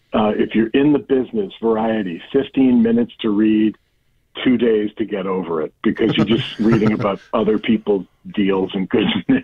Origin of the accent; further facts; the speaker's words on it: Buffalo, New York, United States; I'm a man of the people. I'm from Buffalo. What do you expect?